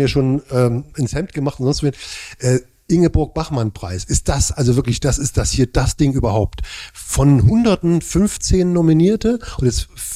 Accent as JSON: {"language": "German", "region": "East Germany", "country": "Germany", "said": "Ich komme aus dem Osten"}